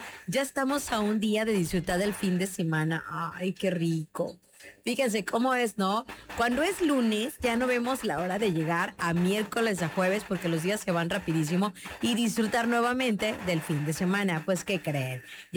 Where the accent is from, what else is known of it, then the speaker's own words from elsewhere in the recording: Mexico; todos como buenos mexicanos